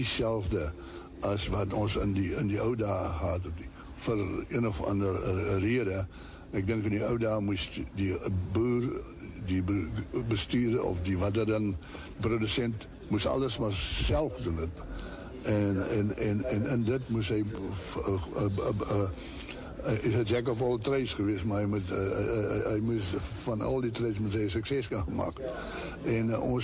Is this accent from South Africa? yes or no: no; Namibia; Dus ek sê, ek is gebore in Namibië, en daar groot geword, en een van vier seuns.